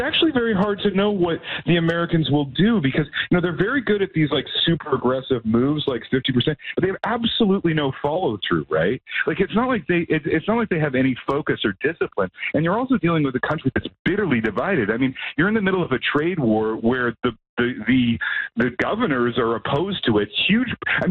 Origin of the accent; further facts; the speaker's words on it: Edmonton, Alberta, Canada; Like, you know, like I'm from Edmonton, right? I remember the winters.